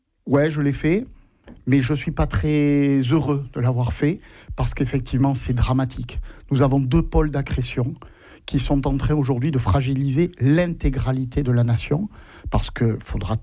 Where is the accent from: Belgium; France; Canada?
France; en tant que français